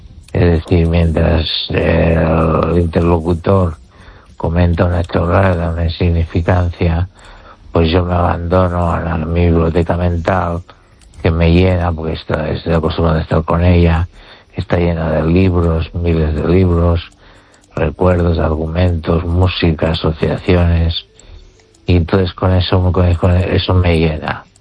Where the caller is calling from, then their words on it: Valencia, Valencian Community, Spain; desde Valencia